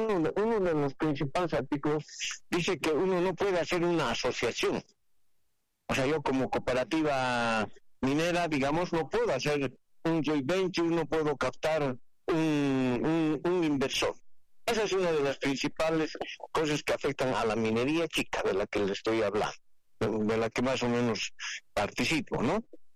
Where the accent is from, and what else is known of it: Bolivia